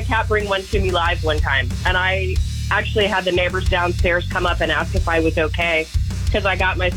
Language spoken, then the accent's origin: English; Florida, United States; And people say, oh, well, you grew up in Florida. You should be used to it.